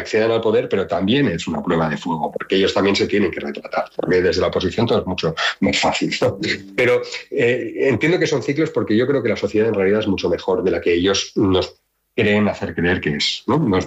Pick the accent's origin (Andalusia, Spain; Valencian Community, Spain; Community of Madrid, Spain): Valencian Community, Spain; yo me acuerdo de la Dana, yo soy valenciano